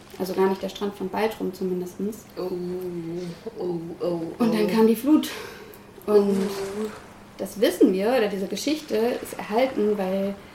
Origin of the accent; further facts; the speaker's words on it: Lower Saxony, Germany; ich bin nämlich an der Nordsee aufgewachsen, in Ostfriesland